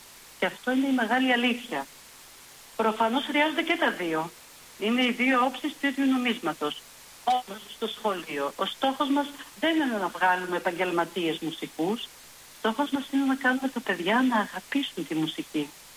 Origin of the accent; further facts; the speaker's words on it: Larissa, Thessaly, Greece; Μεγάλωσα λοιπόν στη Λάρισα, σε ένα σπίτι με πολλά μουσικά ερεθίσματα.